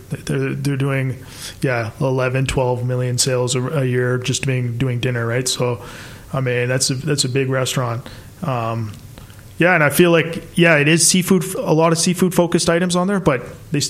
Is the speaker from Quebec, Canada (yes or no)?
no; Vancouver, British Columbia, Canada; Growing up in Vancouver, it's so multicultural.